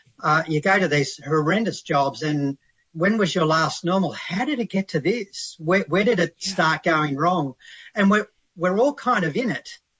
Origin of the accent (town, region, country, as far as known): Australia